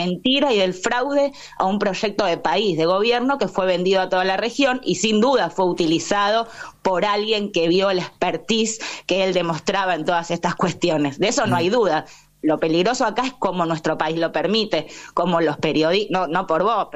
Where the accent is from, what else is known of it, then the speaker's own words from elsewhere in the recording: Argentina; A mí como argentina me costó un montón desde el 2012 hasta el 2016